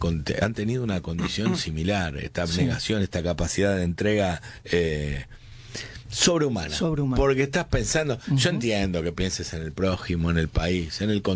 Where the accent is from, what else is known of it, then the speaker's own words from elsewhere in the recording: Argentina; esta mixtura que somos los argentinos